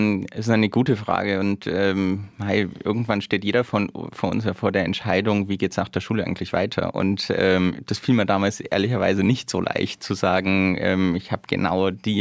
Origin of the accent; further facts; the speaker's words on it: Bavaria, Germany; moved away as an adult; Genau, bin eigentlich gebürtiger Bayer, komme aus der Nähe von Ingolstadt und wollte damals einfach einmal raus aus der Heimat.